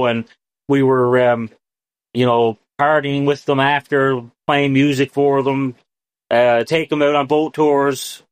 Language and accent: English; Dildo, Newfoundland and Labrador, Canada; I've never been ashamed to ever say I was from Dildo.